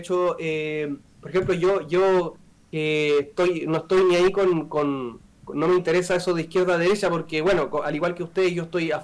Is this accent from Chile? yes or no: yes; Chile